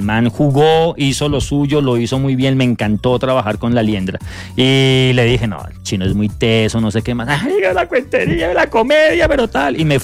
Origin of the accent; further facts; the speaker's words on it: Bogotá, Colombia; yo soy del rincón de Venecia